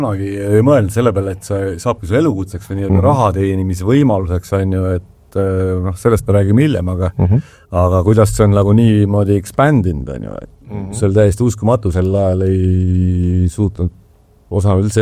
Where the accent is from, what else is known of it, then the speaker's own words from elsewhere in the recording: Tallinn, Harju County, Estonia; mu sõber Aivo Erin kelle ma kasvasin Roosikest tänaval